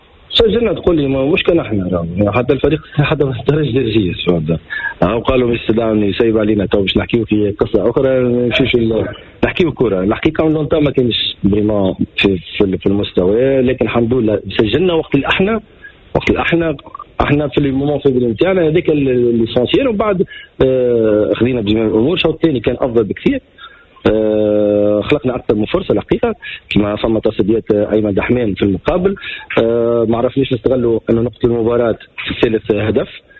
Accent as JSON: {"language": "Arabic", "country": "Tunisia", "said": "سي قيس المتلوي من أحسن كفاءات عندنا في تونس"}